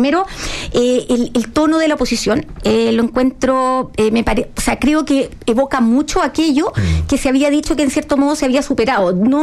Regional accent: Chile; estos últimos años que venimos viviendo como chilenos.

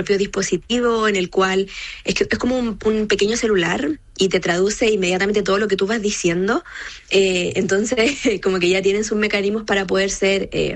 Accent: Chile; moved away; also born or lived in New Zealand / Denmark / Germany / Austria; Salí de Chile en el año 2017, estuve viviendo en Nueva Zelanda 5 años, luego me fui a Europa, viví en Dinamarca, Alemania y Austria

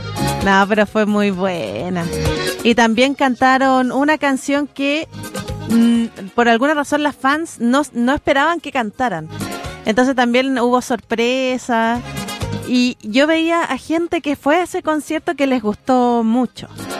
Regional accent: Chile; que no nos roben las palabras chilenas

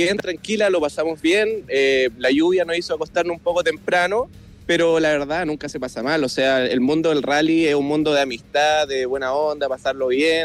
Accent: Concepción, Biobío, Chile; Yo vengo de Concepción. Vengo con mi hermano, con unos amigos que, la verdad, seguimos el rally desde hace más de 20 años.

